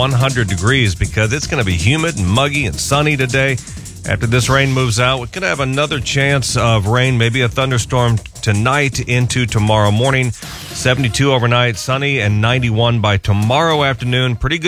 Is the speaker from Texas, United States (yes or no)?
no; Omaha, Nebraska, United States; going back 20 years since I moved back here to my hometown of Omaha.